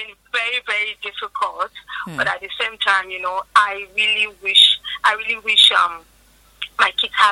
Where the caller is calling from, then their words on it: Abeokuta, Ogun, Nigeria; I'm calling from Abeokuta.